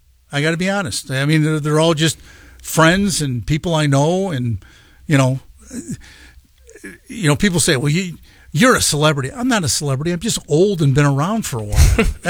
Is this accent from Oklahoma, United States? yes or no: no; Indiana, United States; When growing up in Indiana, Dad would take me to the Indy 500.